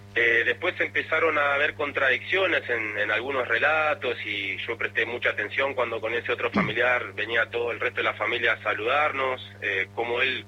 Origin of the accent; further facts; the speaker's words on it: Buenos Aires, Argentina; yo soy acá de Boedo, en Capital Federal.